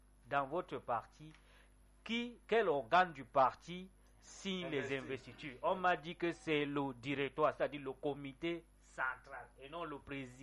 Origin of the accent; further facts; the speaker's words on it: Cameroon; Nous sommes Camerounais.